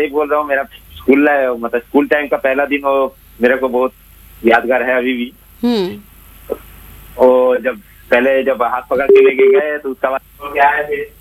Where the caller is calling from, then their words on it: Howrah, West Bengal, India; मैं संतरागाछी हावड़ा से बोल रहा हूँ